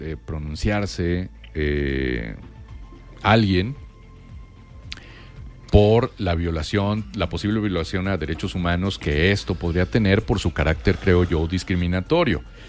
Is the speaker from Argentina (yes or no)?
no; Mexico; todos somos mexicanos